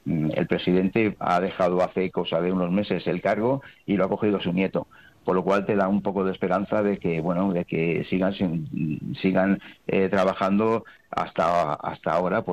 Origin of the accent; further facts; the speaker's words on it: Barcelona, Catalonia, Spain; born there; yo ya soy nacido en Barcelona